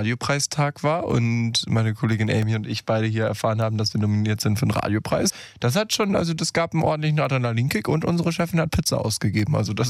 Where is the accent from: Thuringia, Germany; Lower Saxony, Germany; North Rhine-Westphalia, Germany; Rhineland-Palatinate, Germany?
Lower Saxony, Germany; Als ich 5 war, da sind wir, ich komme aus Niedersachsen, mal nach Hannover gefahren.